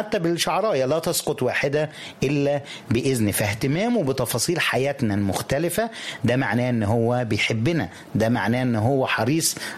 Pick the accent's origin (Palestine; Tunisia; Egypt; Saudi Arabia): Egypt; Upper Egypt; بيعمله الراعي عندنا في الصعيد وكده والقرية بتاعتنا